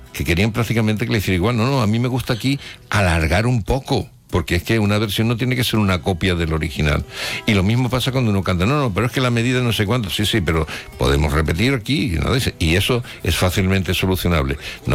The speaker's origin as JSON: {"language": "Spanish", "area": "Huelva", "region": "Andalusia", "country": "Spain", "said": "mi tierra para mí es maravillosa y además hago que mucha gente de Madrid vengan para acá"}